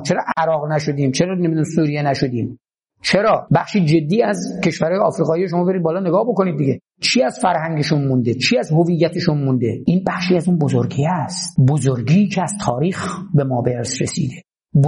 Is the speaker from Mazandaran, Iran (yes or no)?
no; Bandar Anzali, Gilan, Iran; ما تو شهر خودمون انزلی قبرستان لهستانیا داشتیم